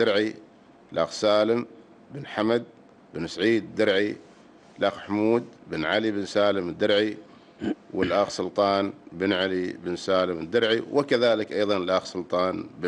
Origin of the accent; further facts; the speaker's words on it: Muscat, Muscat Governorate, Oman; احنا من مسقط.